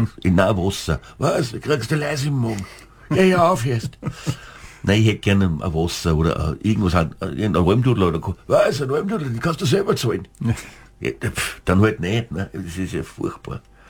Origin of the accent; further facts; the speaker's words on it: St. Pölten, Lower Austria, Austria; also ich liebe mein Heimatort, St. Pölten